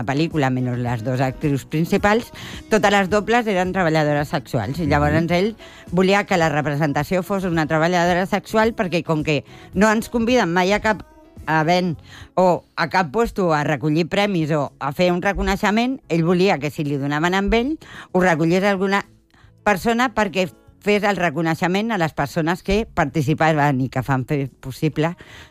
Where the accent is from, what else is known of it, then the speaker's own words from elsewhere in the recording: Barcelona, Catalonia, Spain; jo soc de Barcelona